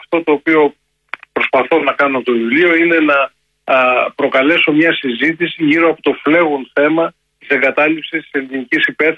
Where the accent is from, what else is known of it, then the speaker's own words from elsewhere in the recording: Central Greece, Greece; born there; έχω γεννηθεί σε χωριό, από τα κάψαλα στήρων νότιας Εύβοιας.